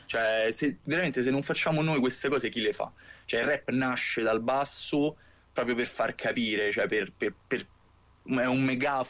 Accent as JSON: {"language": "Italian", "town": "Kotor Varoš", "region": "Republika Srpska", "country": "Bosnia & Herzegovina", "moved": "yes", "said": "nonostante io non sono di Sarajevo, io sono di Banja Luka, di Kotor Varoš per lo specifico"}